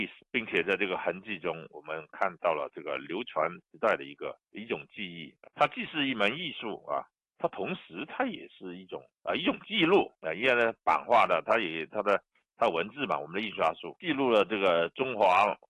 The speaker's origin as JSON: {"language": "Chinese", "country": "China", "said": "我们中国人"}